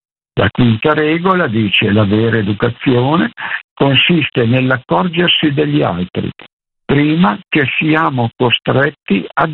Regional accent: Piedmont, Italy; Io sono piemontese

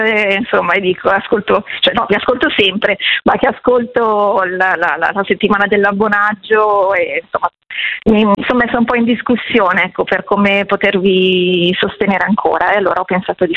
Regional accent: Milan, Lombardy, Italy; Pur essendo milanese, sì.

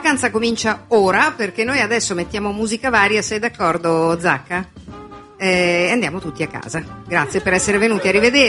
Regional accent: Milan, Lombardy, Italy; Io subito tempo e denaro perché sono di Milano

